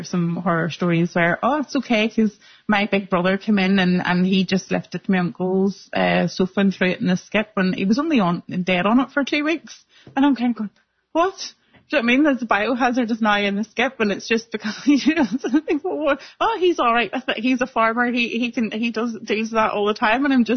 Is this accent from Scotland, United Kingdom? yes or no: no; Northern Ireland, United Kingdom; also born or lived in Australia; So I came home from Australia with a brand new plan. There's absolutely nowhere in Northern Ireland that you can get training. So I had to go to England a couple of different courses over the times.